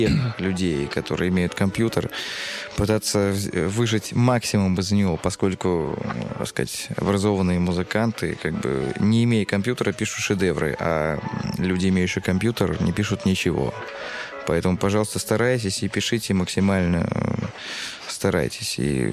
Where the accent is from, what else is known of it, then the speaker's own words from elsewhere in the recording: Russia; Я уезжал из России и не раз. Я работал за рубежом, за дальним рубежом. Я работал в Германии, в Мексике, в Японии